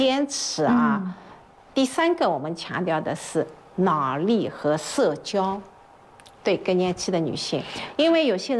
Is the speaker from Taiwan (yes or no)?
no; China; 我们中国人